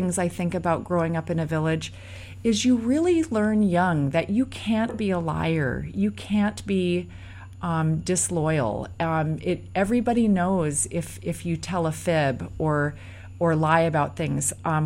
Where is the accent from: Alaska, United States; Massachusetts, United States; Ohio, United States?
Alaska, United States; the way that we were raised in Alaska.